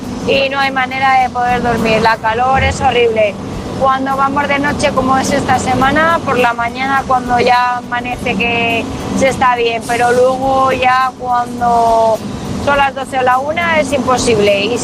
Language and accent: Spanish; Chiva, Valencian Community, Spain